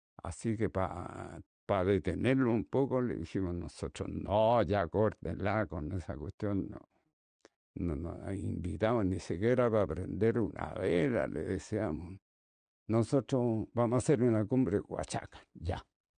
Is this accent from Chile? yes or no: yes; Chile; also born or lived in France; now in Santiago, Chile; Yo siempre dije porque era chileno, no puedo ser europeo, yo no soy europeo.